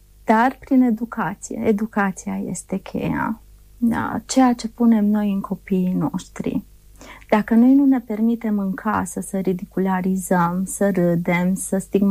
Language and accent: Romanian; Romania; m-am născut în România